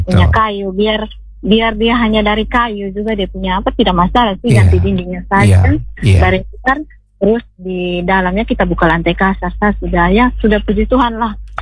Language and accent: Indonesian; East Nusa Tenggara, Indonesia; kita orang NTT